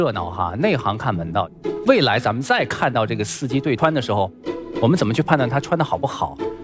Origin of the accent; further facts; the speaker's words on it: China; 我们中国人